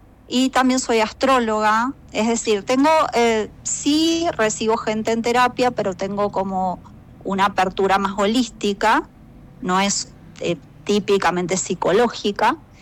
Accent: Mendoza, Argentina; moved away as an adult; now in Mexico; por ahora estoy en México, desde el 2019 estoy en México, sí. Pero yo soy mendocina, mi origen es argentino. Entonces, bueno, nos vinimos aquí con mi familia a vivir, a trabajar

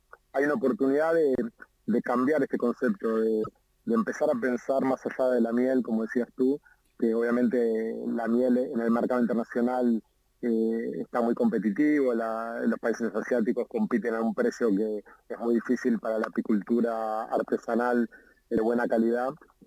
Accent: Uruguay; moved away; Siendo un rioplatense muy lejos de mi casa, es un placer siempre hablar con programas como el tuyo y sentirnos un poquito más cerca de nuestra cultura, de nuestro mundo, de nuestros países, de nuestro paisito, como decimos en Uruguay.

